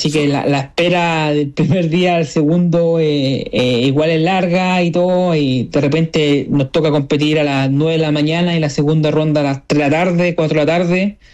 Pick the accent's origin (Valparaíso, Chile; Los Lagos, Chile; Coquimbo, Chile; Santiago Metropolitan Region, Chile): Coquimbo, Chile; Ovalle; yo soy nacido y criado acá en Ovalle. Mi familia toda es de acá, de la cuarta región.